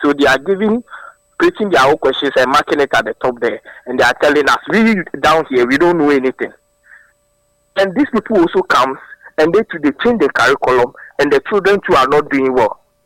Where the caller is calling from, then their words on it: Tema, Greater Accra, Ghana; Yes, I'm calling from Tema.